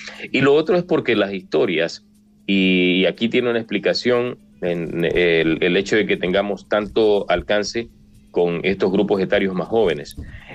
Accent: Coast, Ecuador; soy ecuatoriano, soy ecuatoriano de la costa, siempre digo, ¿no? Y la gente me dice, no, pero es que tu acento se parece más al acento colombiano, al acento venezolano o al salvadoreño. Y le digo, no, yo soy del Ecuador.

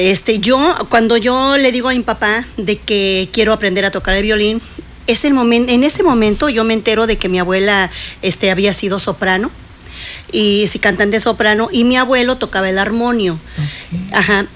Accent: Oaxaca, Mexico; Yo soy originaria de Oaxaca.

